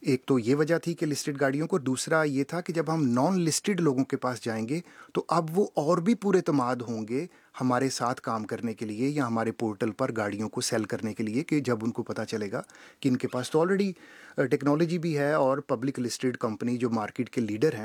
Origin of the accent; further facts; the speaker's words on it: Faisalabad, Punjab, Pakistan; now in Japan; میں ہوئی لیکن میری ساری پرورش فیصل آباد میں ہوئی, کاروبار ابھی ہم لاہور سے کر رہے ہیں, تو میرا پاکستان میں کافی ساری جگہوں سے تعلق ہے